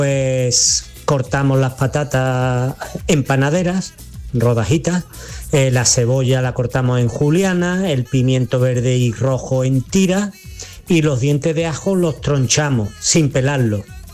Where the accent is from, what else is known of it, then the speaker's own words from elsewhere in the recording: Mijas, Andalusia, Spain; de las Lagunas de Mija.